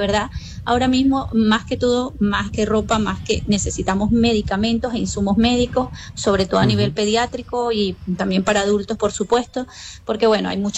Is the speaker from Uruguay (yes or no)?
no; Venezuela; now in Almería, Spain; mi hija y yo somos dos venezolanas más que tenemos ya 9 años en Almería, resididas aquí.